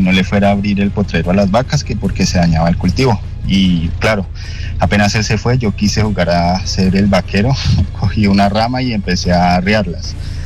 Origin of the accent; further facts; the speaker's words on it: Neiva, Huila, Colombia; Pues mi confesión es, como yo crecí en Neiva, en una finca de la familia